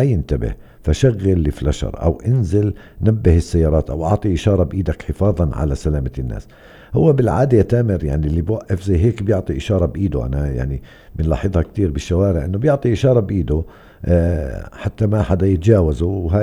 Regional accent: West Bank, Palestine; عندنا في الضفة الغربية

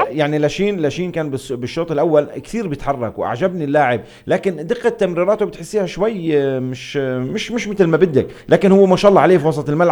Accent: Egypt; فإحنا خلينا نقول بحاجة إلى فوز، خلينا نقول كمصريين في المباراة الأخيرة

